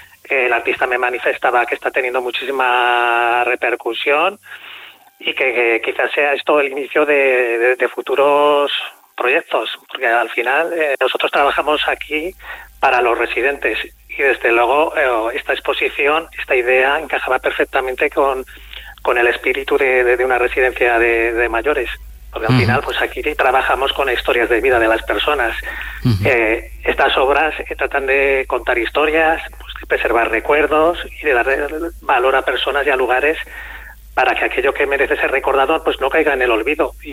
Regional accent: Monreal del Campo, Aragon, Spain; yo soy de Monreal

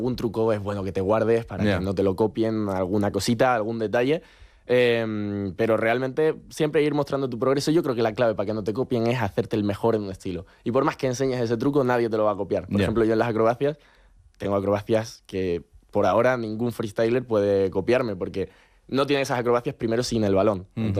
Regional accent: Spain; soy el español al ranking más alto que va para allá a representar a España

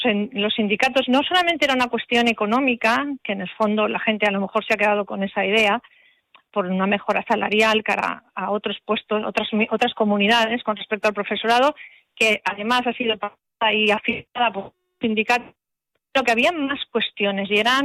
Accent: Spain

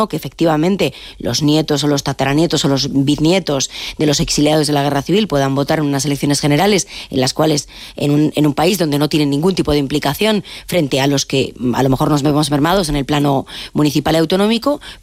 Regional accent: Galicia, Spain; yo como gallega no puedo votar en unas elecciones municipales y autonómicas en Galicia

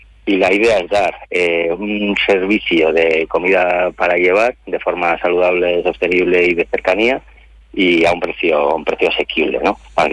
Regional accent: Bilbao, Basque Country, Spain; born there; also born or lived in Granada; now in Teruel, Spain; Nací en Bilbao, pero bueno, ya llevo unos 4 o 5 añitos viviendo por Teruel.

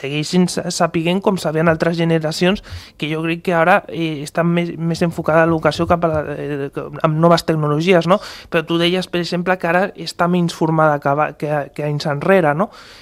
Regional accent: Catalonia, Spain; Jo defenso el català, jo soc català.

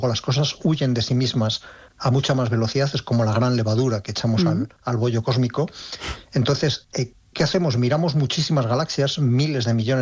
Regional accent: Ávila, Castile and León, Spain; Sí, yo soy de Ávila y en Ávila tenemos unos cielos envidiables

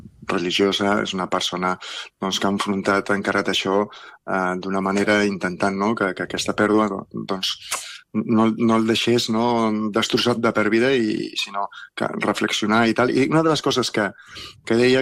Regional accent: Soria, Castile and León, Spain; menjar-me un torrent no de Sòria, que la meva mare és la que millor es fa, perquè som de Sòria.

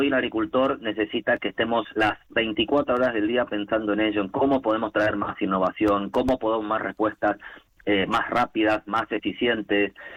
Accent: Argentina; now in Spain; como argentino, veo esas diferencias que hay aquí en España

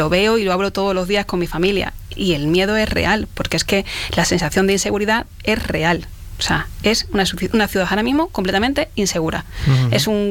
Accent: Ceuta, Spain; nosotros crecemos con ese sentimiento de pertenencia. A mí mi padre me inculcó desde que era pequeña el amor a mi ciudad, el amor a mi tierra y el amor a España, porque somos españoles como el resto.

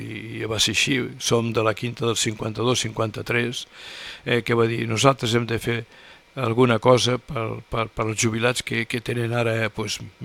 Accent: Puigverd de Lleida, Catalonia, Spain; jo sempre dic que vaig néixer a Puigverd, m'emociono quan parlo de Puigverd, i també sempre dic que el dia que jo mori vull enterrar-me a Puigverd.

